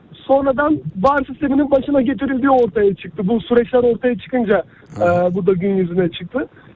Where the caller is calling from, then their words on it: Istanbul, Turkey; İstanbul'dan arıyorum.